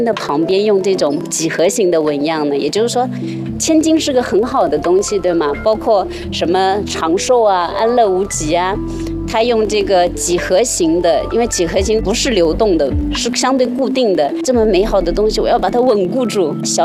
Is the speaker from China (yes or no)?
yes; China